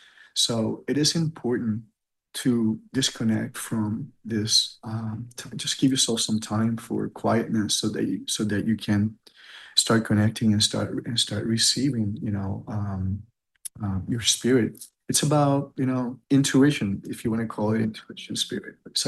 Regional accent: Puerto Rico; I'm from Puerto Rico and I live in an island and I spend a lot of time in the beach and I'm a waterman.

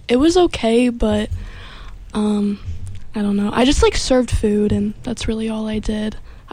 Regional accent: Dublin, Ohio, United States; I'm from Dublin, Ohio. It's, like, kind of by Columbus.

